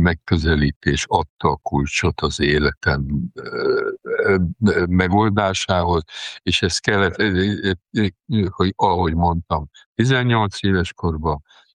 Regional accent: Sopron, Győr-Moson-Sopron, Hungary; hát most soproni vagyok, egész életemben

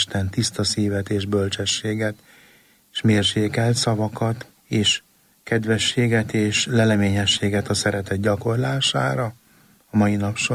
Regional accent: Domoszló, Heves, Hungary; also born or lived in Gyöngyös; Mátra vidéki gyerek vagyok, Gyöngyösen születtem, és a Gyöngyöshöz közeli Domoszló nevű falucskában voltam gyerek, és ott nőttem föl.

